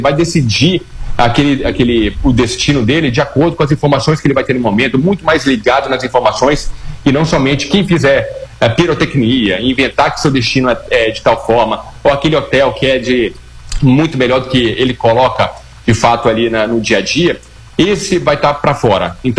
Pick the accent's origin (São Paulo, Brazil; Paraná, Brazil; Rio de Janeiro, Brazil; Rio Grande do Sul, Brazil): Rio de Janeiro, Brazil; Quem te sabe como que é viajar para o Rio de Janeiro, que eu sou carioca, é uma dificuldade.